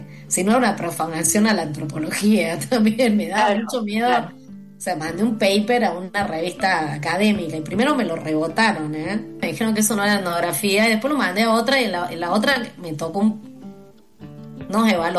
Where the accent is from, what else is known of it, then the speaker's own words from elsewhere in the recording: Jujuy, Argentina; Probablemente porque soy de Jujuy.